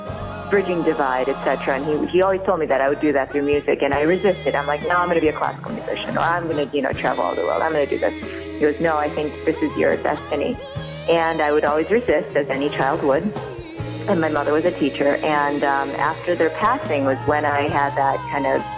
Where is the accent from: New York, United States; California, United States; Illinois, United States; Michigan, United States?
Illinois, United States; Chicago; Well, I had the great fortune of, being a Chicagoan. I was born and raised here, even though my parents were from Korea, North and South, respectively.